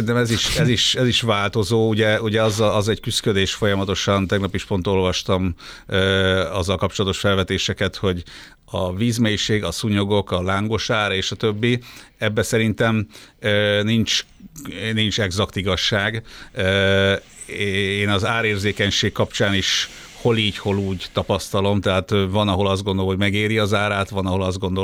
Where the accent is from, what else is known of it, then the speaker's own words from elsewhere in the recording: Sopron, Győr-Moson-Sopron, Hungary; én Soproni vagyok